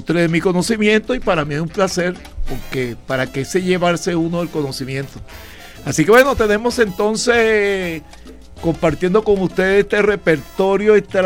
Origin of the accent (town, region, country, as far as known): La Martina, Miranda, Venezuela; born or raised there